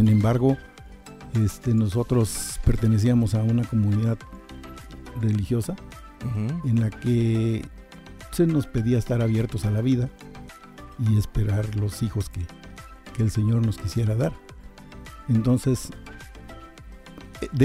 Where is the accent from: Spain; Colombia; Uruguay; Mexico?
Mexico; Veracruz; moved away as an adult; Pero yo soy del puerto de Veracruz.